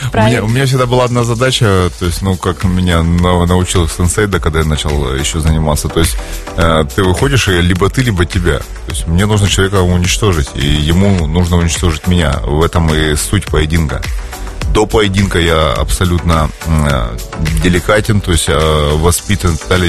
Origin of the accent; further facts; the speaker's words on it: Kharkiv, Kharkiv Oblast, Ukraine; я родом из Советского Союза, из Украины, из города Харьков.